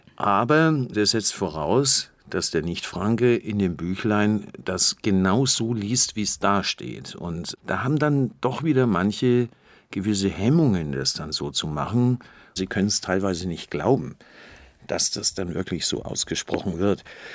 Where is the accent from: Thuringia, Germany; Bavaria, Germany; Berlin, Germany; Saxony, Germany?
Bavaria, Germany; accent: Franconian; meiner Heimat, meinem Dialekt nicht verweigern und habe gleichzeitig auch Fränkisch gesprochen. Also ich kann im Grunde genommen kann ich beides.